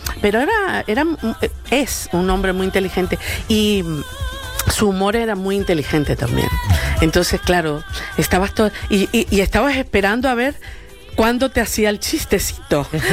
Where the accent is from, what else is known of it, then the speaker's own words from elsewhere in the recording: Venezuela; yo era una venezolana, y mucha gente no sabía dónde estaba Venezuela, me decía, ¿y tú de dónde eres? ¿Pero Venezuela dónde está? Yo le digo, en Sudamérica